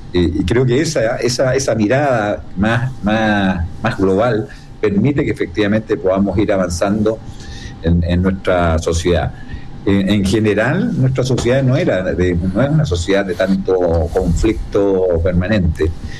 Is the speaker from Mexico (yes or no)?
no; Chile; Todos nos criamos viendo las imágenes en Plaza Italia, las diferentes celebraciones de nuestro país, cuando ganamos un partido de fútbol